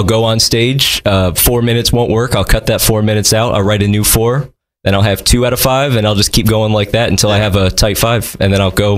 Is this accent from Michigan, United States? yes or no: yes; Detroit, Michigan, United States; I am from Detroit, though, so I just got to remind myself not to swear, and I can make any of my stuff clean.